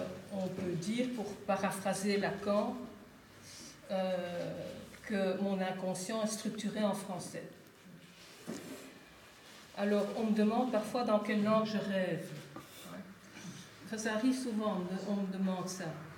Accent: Ostend, Flanders, Belgium; born there; Alors, je suis née à Ostende, et si j'écris en français

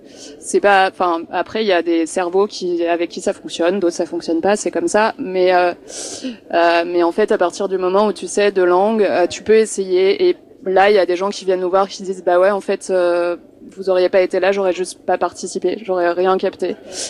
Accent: France; now in Belgium; moi je suis française

